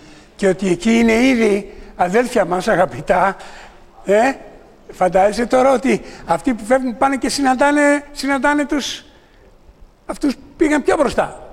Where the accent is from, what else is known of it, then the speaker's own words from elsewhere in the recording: Thessaloniki, Central Macedonia, Greece; born there; Εγώ εκεί που γεννήθηκα, στη Θεσσαλονίκη. Δημότης Θεσσαλονίκης.